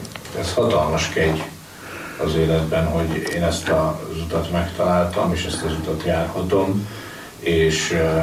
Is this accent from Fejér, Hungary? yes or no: yes; Dunaújváros, Fejér, Hungary; egy olyan városban nőttem fel, ahol hát nem volt jellemző a vallásos nevelés.